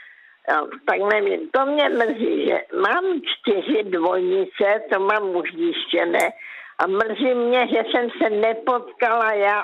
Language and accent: Czech; Karolinka, Zlín Region, Czechia